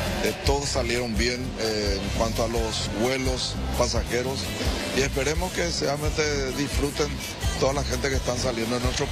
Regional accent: Paraguay; de este momento que estamos pasando como paraguayos

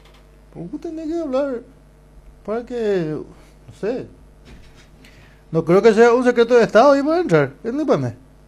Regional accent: Paraguay; nosotros somos muy patriotas acá, somos muy nacionalistas, somos muy paraguayos

